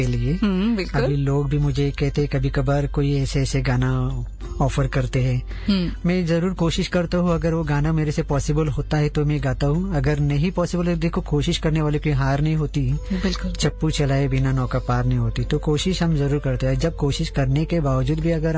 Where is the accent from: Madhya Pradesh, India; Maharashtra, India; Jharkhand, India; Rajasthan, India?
Maharashtra, India; Mumbai; हम मुंबई से बिलोंग करते